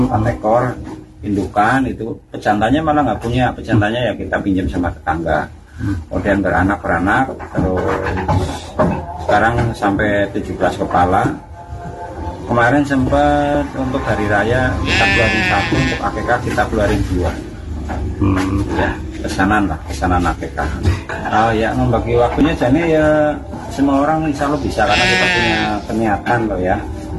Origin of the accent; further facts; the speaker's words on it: Cilacap, Central Java, Indonesia; Saya bismillah itu kepengen menjadi pelopor peternakan kambing di desa saya, Bulaksari, Kecamatan Bantarsari, Kabupaten Cilacap.